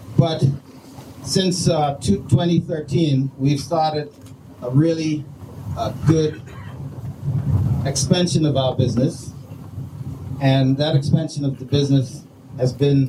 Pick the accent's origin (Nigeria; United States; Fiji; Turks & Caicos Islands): Turks & Caicos Islands; Bottle Creek, North Caicos; moved away; also born or lived in Grand Turk; growing up in Bottle Creek, Nauticus. And I'm sure a lot of you know that Bottle Creek is probably one of the smallest towns on earth.